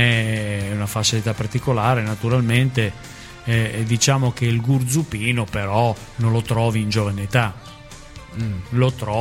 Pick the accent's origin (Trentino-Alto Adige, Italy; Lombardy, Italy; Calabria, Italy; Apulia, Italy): Calabria, Italy; Gioiosa Ionica; born there; now in Turin, Italy; Al mio paese. Che, ripetimi? Gioiosa Ionica